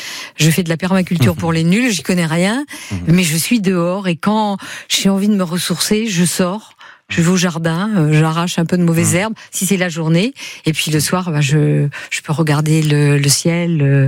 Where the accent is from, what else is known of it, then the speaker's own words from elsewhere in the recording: Brittany, France; je suis née aussi au bord de mer, à la campagne, ah, oui, mais en Bretagne, pas loin de la mer.